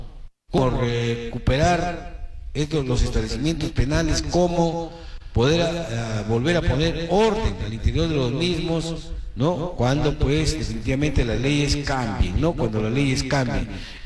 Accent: Cumba district, Amazonas, Peru; Mi tierra, claro que sí.

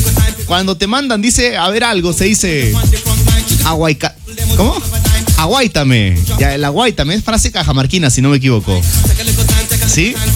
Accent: Mexico; Soy mexicana.

